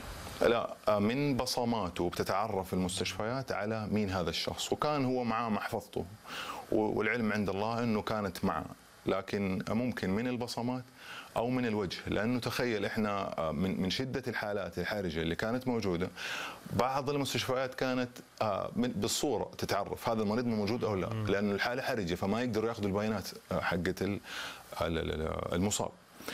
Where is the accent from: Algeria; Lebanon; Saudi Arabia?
Saudi Arabia; في حقيقة الأمر الوالد من مواليد السعودية وأنا من مواليد السعودية